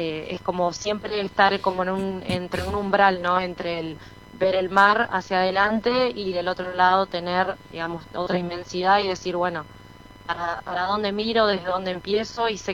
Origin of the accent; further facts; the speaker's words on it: Ushuaia, Tierra del Fuego, Argentina; moved away as an adult; fuera, y no solamente fuera de Argentina, sino también digamos, desde que tengo 18 años, ¿no? Que me fui de Ushuaia, que me fui a estudiar, siempre fue un camino, ¿no? Del desarraigo